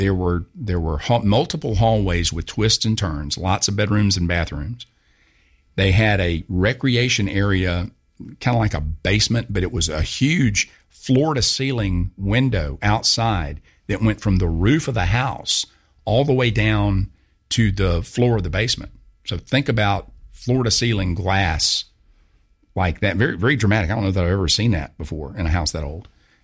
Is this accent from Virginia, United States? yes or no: no; Augusta, Georgia, United States; But Augusta's my hometown.